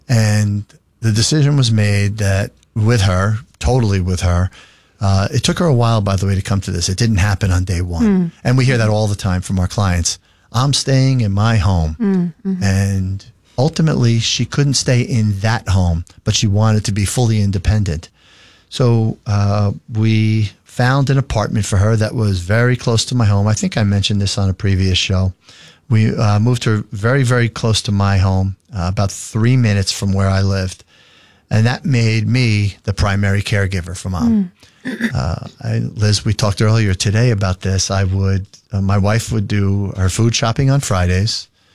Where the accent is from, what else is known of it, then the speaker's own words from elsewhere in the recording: Edison, New Jersey, United States; But we found a fantastic one in the town that I grew up in Edison, New Jersey.